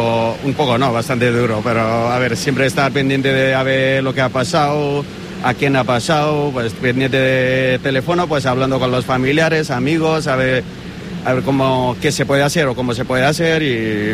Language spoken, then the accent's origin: Spanish; Bagmati, Nepal; moved away; Sí, yo vivo en Chitwan, porque es parte más llanura